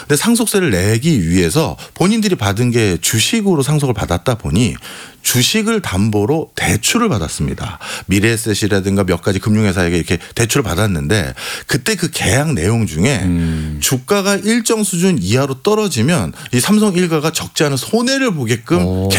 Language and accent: Korean; South Korea; 저는 한국 사람이기 때문에 또 앞으로도 평생 한국 사람으로 살 것이기 때문에